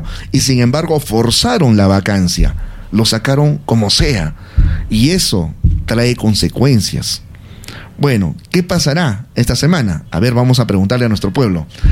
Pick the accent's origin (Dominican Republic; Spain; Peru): Peru; la mayoría de peruanos cometemos, no cumplimos las reglas.